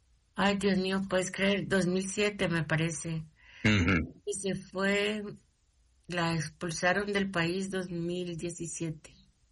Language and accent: Spanish; Guatemala; yo soy abogada guatemalteca.